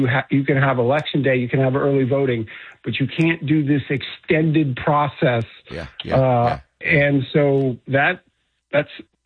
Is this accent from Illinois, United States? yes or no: no; Long Island, New York, United States; born there; I was born on Long Island.